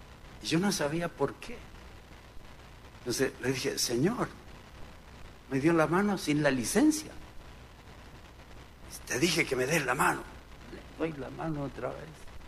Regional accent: Chile; born there; Así que yo aprendí eso desde chiquito. Yo aprendí que no podía darle dinero a un policía. Nunca pasó por mi mente aquello. porque en Chile no se puede hacer eso.

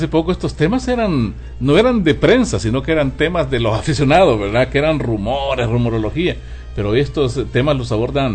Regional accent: El Salvador; nos alegra como salvadoreños

